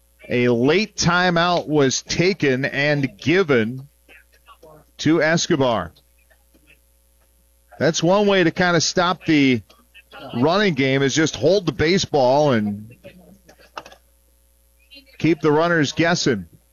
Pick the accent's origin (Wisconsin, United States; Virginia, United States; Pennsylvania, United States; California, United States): Wisconsin, United States; obviously growing up in Wisconsin